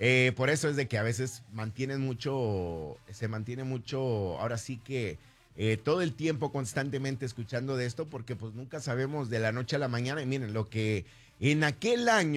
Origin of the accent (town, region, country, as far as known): Mexico